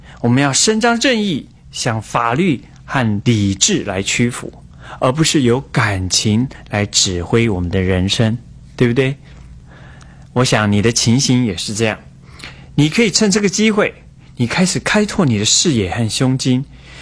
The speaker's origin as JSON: {"language": "Chinese", "country": "China", "said": "我们中国人也是亚当和诺亚的后代"}